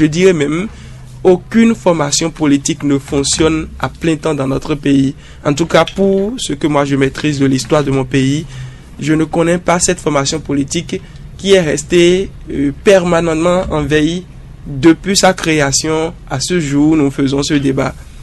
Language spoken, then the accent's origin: French; Benin; chez nous au Bénin